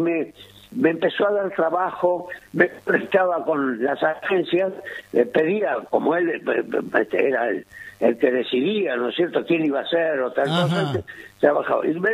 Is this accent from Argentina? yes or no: yes; Villa Adelina, Buenos Aires Province, Argentina; moved away; se enteró que yo era de Villa Adelina